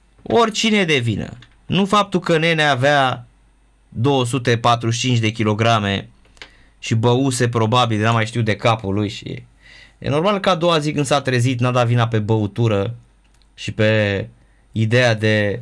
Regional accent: Romania; noi ca români

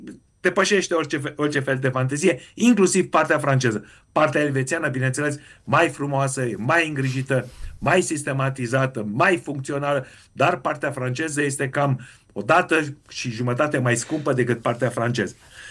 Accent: Romania

